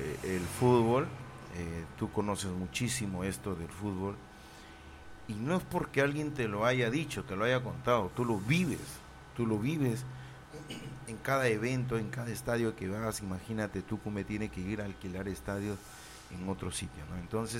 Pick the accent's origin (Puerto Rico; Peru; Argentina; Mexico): Peru; Lambayeque; Yo he trabajado y sigo trabajando aquí en mi región Lambayeque